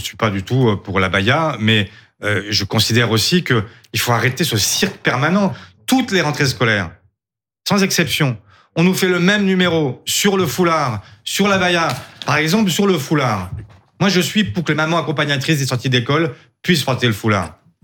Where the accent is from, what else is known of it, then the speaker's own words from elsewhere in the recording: France; si, je suis français